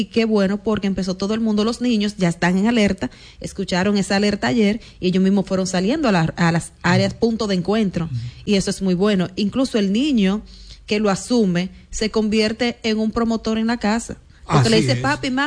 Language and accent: Spanish; Dominican Republic